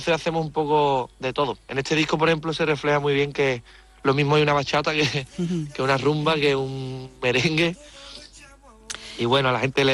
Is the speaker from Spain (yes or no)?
yes; San Fernando, Andalusia, Spain; Además, mira, yo soy de San Fernando, pero los tres componentes del grupo son de Barbate, que es un pueblo que está cerquita, y es súper diferente.